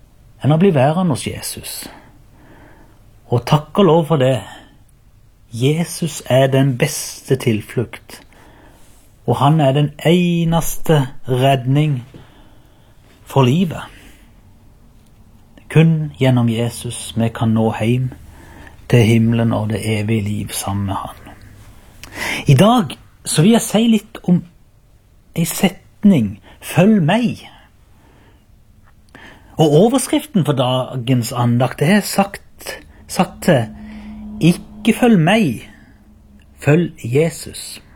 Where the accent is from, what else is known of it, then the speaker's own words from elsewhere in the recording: Byrmo, Agder, Norway; Jeg kommer fra Byrmo og hører til menigheten Ebenezer Byrmo.